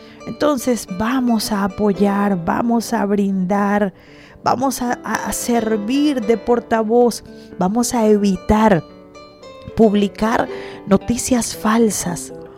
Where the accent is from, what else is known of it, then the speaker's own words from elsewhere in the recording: Venezuela; esta solidaridad que hemos tenido como venezolanos.